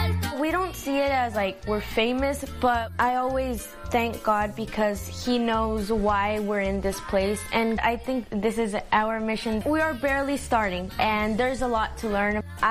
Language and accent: English; Houston, Texas, United States; We are from Houston, Texas.